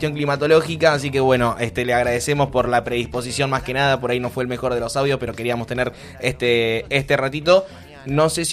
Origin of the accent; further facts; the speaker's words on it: Argentina; me hago cargo como argentino